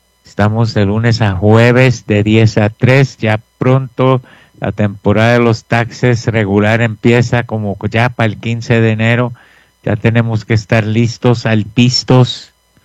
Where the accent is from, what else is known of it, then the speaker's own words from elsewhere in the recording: Puerto Rico; Yo estoy acostumbrado a ser el único boricua en el salón.